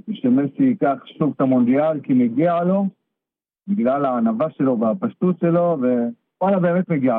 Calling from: Rosh HaAyin, Central District, Israel; בראש העין.

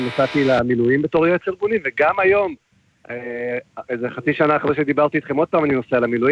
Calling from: Katzir, Haifa District, Israel; אני מקציר.

